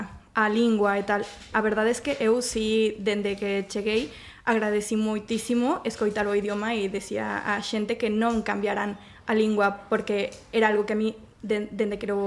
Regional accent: Mexico; Galician is a second language; Eu son mexicana.

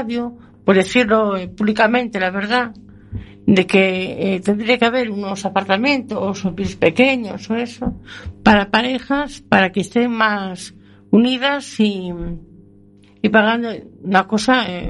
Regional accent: Galicia, Spain; also born or lived in A Coruña / Ferrol; Yo soy castellera, mitad de Castellera y mitad de Ferrol.

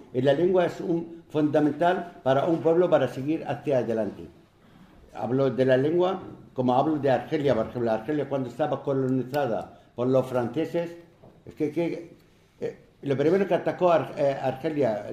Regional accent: Palestine; todo mi pueblo está orgulloso de esa acción

